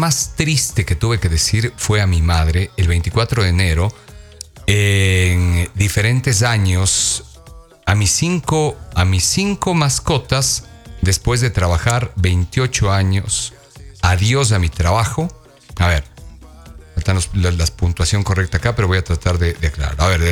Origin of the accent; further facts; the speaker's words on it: Cuenca, Azuay, Ecuador; Allá no somos solo cafeteros, somos más cuencanos y cafeterito en el diminutivo, ¿no?